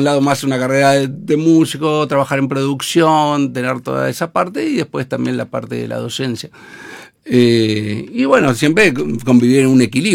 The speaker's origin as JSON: {"language": "Spanish", "region": "Buenos Aires", "country": "Argentina", "tie": "born there"}